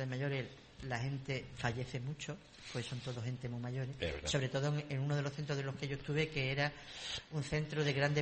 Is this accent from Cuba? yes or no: no; Cádiz, Andalusia, Spain; born there; En Cádiz capital. En el barrio Santa María.